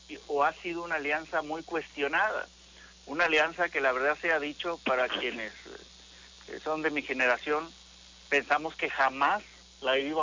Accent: Tamaulipas, Mexico; Nosotros como mexicanos, aquí en lo cortito como tamaulipecos

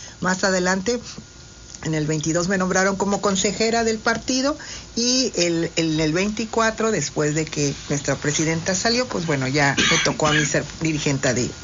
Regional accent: Matamoros, Tamaulipas, Mexico; moved away as an adult; now in Ciudad Victoria, Mexico; Yo soy de Matamoros, soy originaria de Matamoros, vengo de una familia de dos maestros … soy la mayor de cinco.

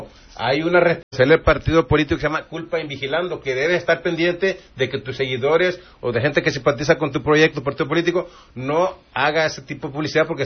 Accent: Mexico; Yo soy más mexicano que los nopales.

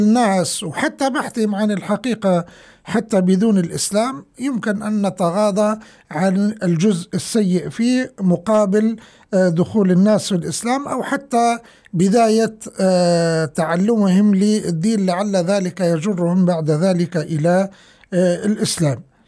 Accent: Libya; accent: Libyan; بلهجتنا الليبية

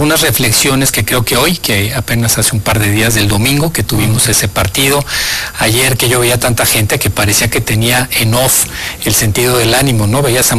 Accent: Mexico; somos mexicanos, y eso lo tenemos muy claro

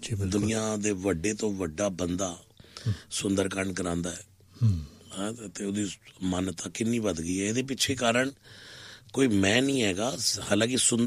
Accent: Delhi, India; born there; ਇਹ ਦਿੱਲੀ ਦੀ ਗੱਲ ਹੋ ਰਹੀ ਹੈ। ਦੋ ਮੰਦਰ ਬਣਵਾਏ ਜਿੱਥੇ ਮੇਰਾ ਜਨਮ ਹੋਇਆ ਸੀ

